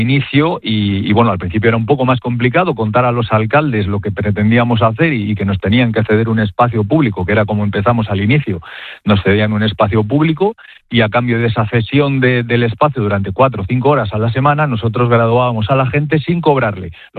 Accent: Mayorga, Castile and León, Spain; habrán venido a Mayorga, que es mi pueblo, a verme

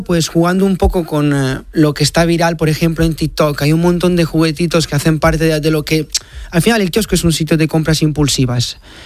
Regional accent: Italy; Spanish is a second language; soy de italiano, de Italia

